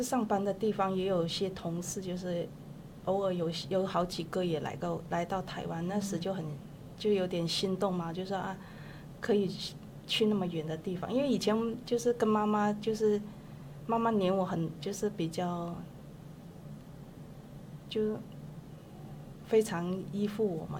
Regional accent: Nanning, Guangxi, China; first language Cantonese; Chinese is a second language; moved away as an adult; now in Taiwan; 我是来自那个大陆广西南宁，

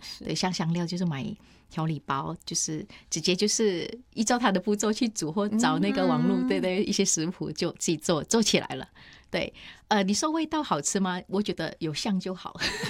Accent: Indonesia; 所以我就避免就是去说我是印尼人，对，我都会说别的国家的人。

